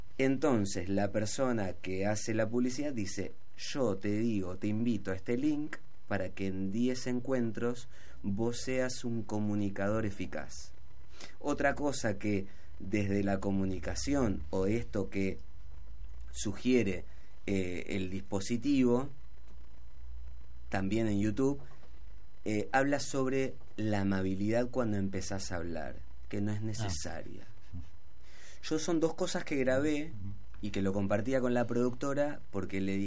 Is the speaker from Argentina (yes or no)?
yes; Argentina; somos en Argentina 46 millones y más